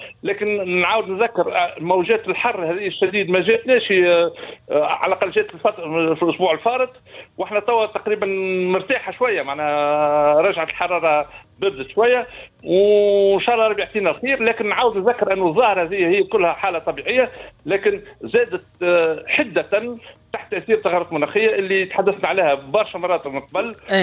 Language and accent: Arabic; Tunisia